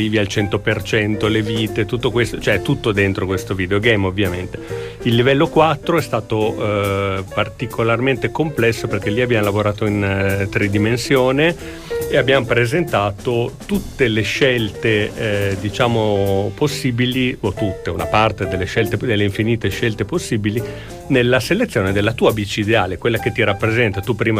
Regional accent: Milan, Lombardy, Italy; moved away; also born or lived in Bologna; io sono milanese, poi ho abitato a Bologna in centro

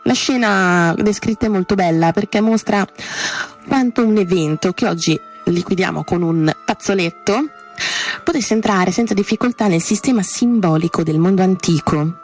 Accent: Bologna, Emilia-Romagna, Italy; almeno a Bologna, essendo io bolognese, sono abituata a dire anche bandessa

